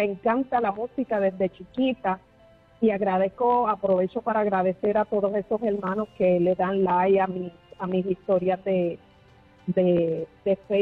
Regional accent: Puerto Rico; Y estoy sumamente agradecida por estar en Puerto Rico, en mi país, después de varios años estar fuera.

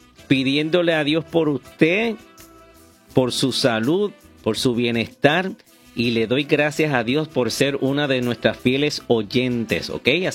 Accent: Aguada, Puerto Rico; de mi pueblo de Aguada

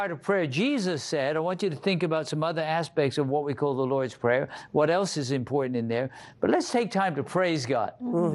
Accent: Bristol, South West England, United Kingdom; born or raised there

